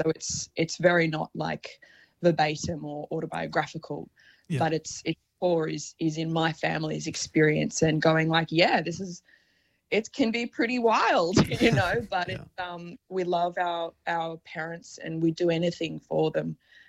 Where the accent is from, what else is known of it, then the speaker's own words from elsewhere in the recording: Wollongong, New South Wales, Australia; in Wollongong, my hometown where I grew up